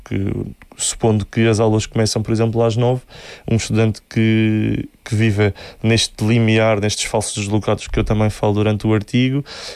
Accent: Algarve, Portugal; nós que somos algarvios e conhecemos bem o nosso território

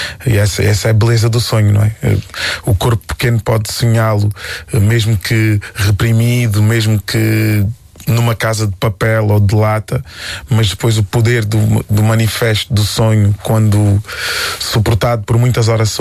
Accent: Quarteira, Algarve, Portugal; moved away as an adult; now in Lisbon, Portugal; Já disse, não, eu sou de Quarteira.

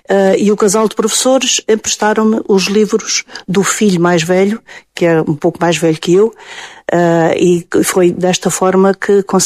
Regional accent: Galveias, Alentejo, Portugal; moved away as an adult; E até 1979, aos 18 anos, que saí das Galveias

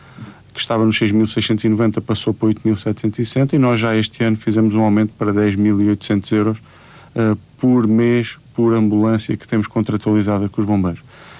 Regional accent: Portugal; dos nossos, que nós, como portugueses, pagamos.

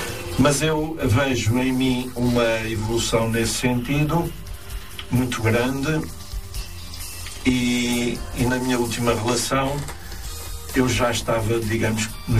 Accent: Portugal; eu como cidadão português, como português

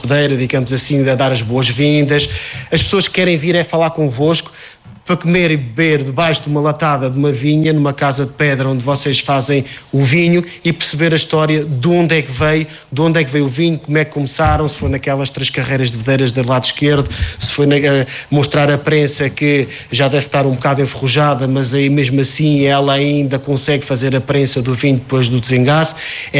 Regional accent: Proença Nova, Centro, Portugal; também sou de cá, embora trabalhe numa adega da região norte da Beira Interior, em Figueira de Castelo Rodrigo, mas eu sou daqui, sou de Proença Nova

